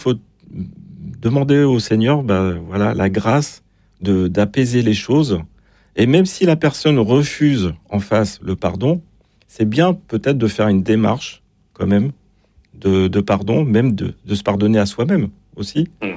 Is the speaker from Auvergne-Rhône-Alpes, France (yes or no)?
no; Brittany, France; Je suis breton.